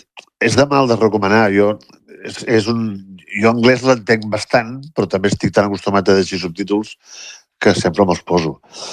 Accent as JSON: {"language": "Catalan", "town": "Vilanova i la Geltrú", "region": "Catalonia", "country": "Spain", "said": "Mira, jo soc de Vilanova i la Geltrú i no totes."}